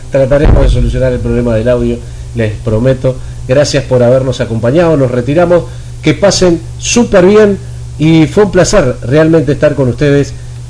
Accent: Uruguay; esto es Uruguay, para que vean. Y bueno, y también somos uruguayos

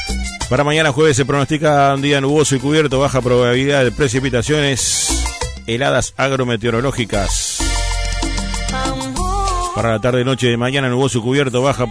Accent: Uruguay; somos todos uruguayos.

